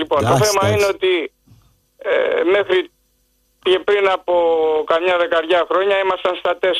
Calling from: Nikaia, Attica, Greece; από τη Νίκαια

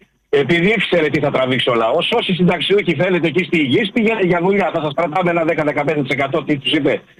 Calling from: Ilion, Attica, Greece; είμαι από το Ήλιο.

